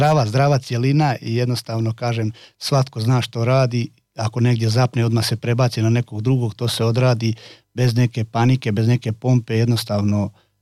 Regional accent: Slavonia, Croatia; now in Linz, Austria; iz Vinkovaca i jednostavno evo mi ostajemo tradicionalno našoj nati se Slavonija

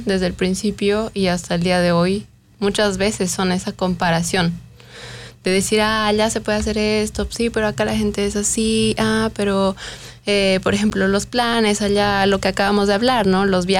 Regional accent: Bolivia; now in France; yo soy boliviana y yo tenía algún conocimiento europeo.

